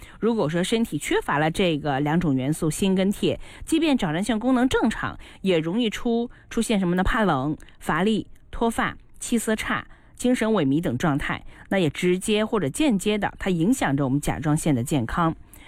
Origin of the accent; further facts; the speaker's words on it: Inner Mongolia, China; 我是内蒙古的嘛，在我小的时候，好像我们家那边啊，就是会有检查